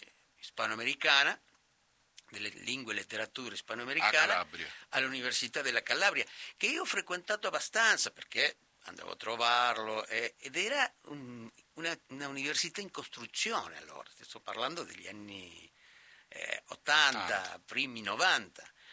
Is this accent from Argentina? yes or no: yes; Córdoba, Argentina; Italian is a second language; also born or lived in Modena; A Córdoba in capitale.